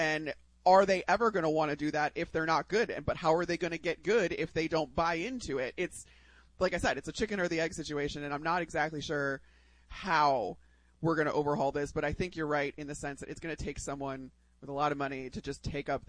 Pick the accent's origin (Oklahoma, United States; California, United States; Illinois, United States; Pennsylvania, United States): Illinois, United States; Like, I grew up in outside Chicago, where hockey was a huge sport that everybody in my neighborhood played.